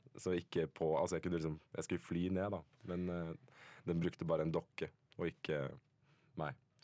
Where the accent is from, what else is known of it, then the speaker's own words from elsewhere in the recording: Lørenskog, Akershus, Norway; Nei, jeg er fra Lørenskog.